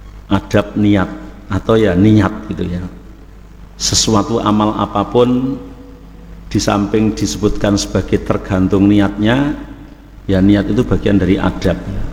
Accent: Semarang, Central Java, Indonesia; Saya dari Semarang alhamdulillah bisa sampai sini

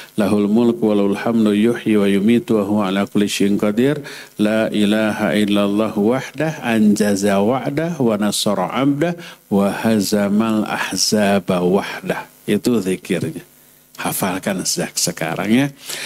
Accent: West Java, Indonesia; dengan bahasa kita Sunda Indonesia

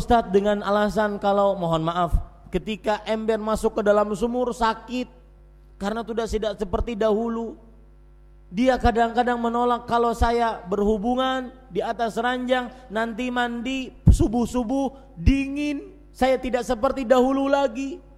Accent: Banjarmasin, South Kalimantan, Indonesia; Suatu ketika di Walimatul Urush di Banjarmasin, kota saya, ada bapak-bapak duduk.

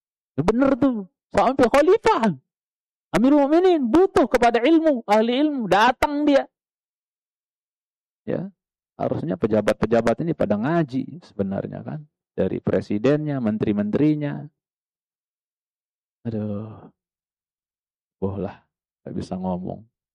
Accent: Indonesia; Saya orang Cilangkap, orang di sini

